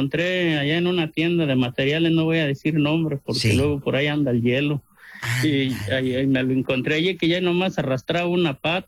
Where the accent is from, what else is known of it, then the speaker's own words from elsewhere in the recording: Doctor Mora, Guanajuato, Mexico; now in Tucson, United States; De Doctor Mora, aquí a Tucson.